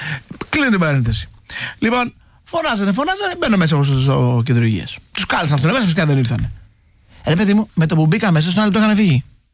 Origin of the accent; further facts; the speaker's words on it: Kastoria, Western Macedonia, Greece; εγώ είμαι από την Καστοριά. Ο πατέρα μου, η καταγωγή, τη λέω από το Αμίντιο, από το Αμίντιο γεννήθηκε, αλλά η καταγωγή των γονιών ήταν από την Κλεισούρα